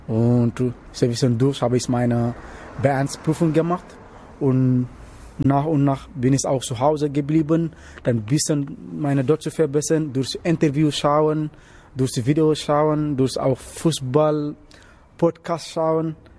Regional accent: Dakar, Senegal; German is a second language; now in Germany; Ja, ich komme genau da im Hauptstadt, also in eine Teile in der Stadtviertel.

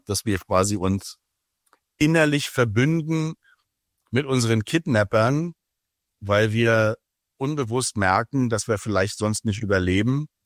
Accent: Germany; ich als Deutscher kann ja immer nur oberflächlich mit den Texten umgehen.

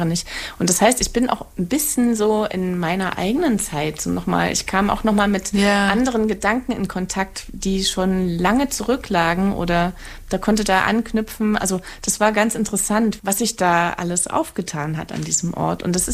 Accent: Saxony, Germany

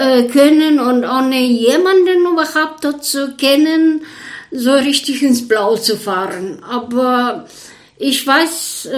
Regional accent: Bulgaria; first language Bulgarian; German is a second language; moved away as an adult; now in Görlitz, Germany; ich hatte dennoch mal Kontakt auf meine Muttersprache.

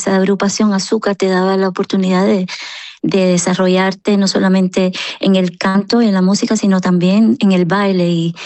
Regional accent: Cuba; moved away; eso me lo tomé como una misión desde que salí de Cuba, y creo que lo estoy logrando y con mucho orgullo y con esa responsabilidad de poner el nombre de la música cubana y de Cuba en alto

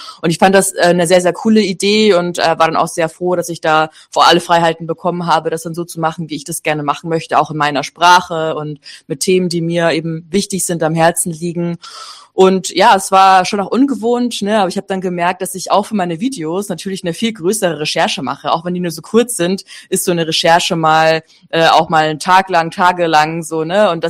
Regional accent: Bavaria, Germany; moved away; das so ganz in der Nähe von meinem Elternhaus ist. Ich komme ursprünglich aus Bayern.

